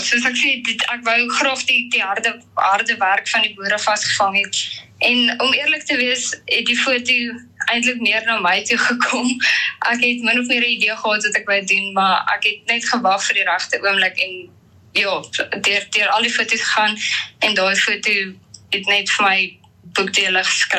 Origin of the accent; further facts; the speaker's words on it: Bothaville, Free State, South Africa; Ek kom van Botawil af